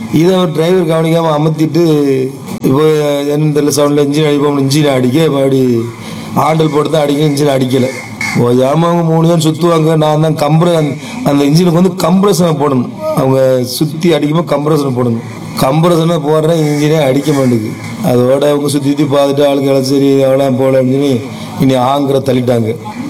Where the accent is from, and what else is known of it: Pamban, Tamil Nadu, India